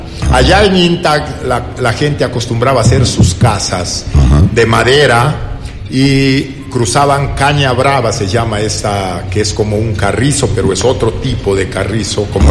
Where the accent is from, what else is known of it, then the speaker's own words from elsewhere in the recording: Vacas Galindo parish, Imbabura, Ecuador; moved away; Y yo nací en la parroquia de Vacas Galindo.